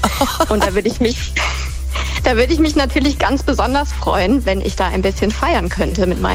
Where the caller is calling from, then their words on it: Walldorf, Baden-Württemberg, Germany; Ich komme aus Waldorf